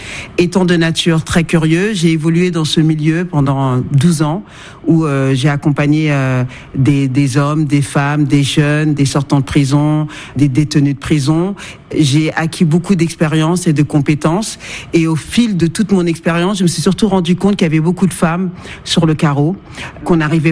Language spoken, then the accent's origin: French; France; born there